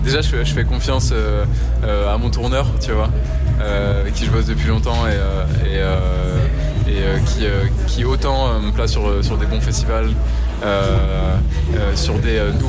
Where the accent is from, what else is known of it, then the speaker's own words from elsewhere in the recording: Rouen, Normandy, France; Dans ma ville natale à Rouen.